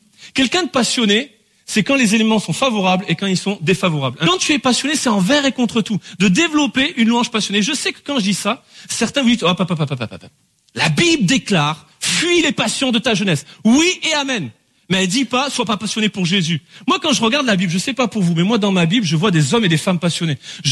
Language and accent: French; France; Et les amis, on est français pour la grande majorité d'entre nous. En tout cas, on est en France.